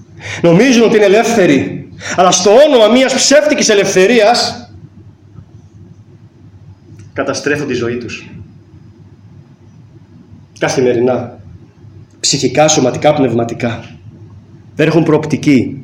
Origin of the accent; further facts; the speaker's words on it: Rhodes, South Aegean, Greece; είτε εδώ στη Ρόδο, καθώς είμαι, μιας και είμαι Ροδίτης.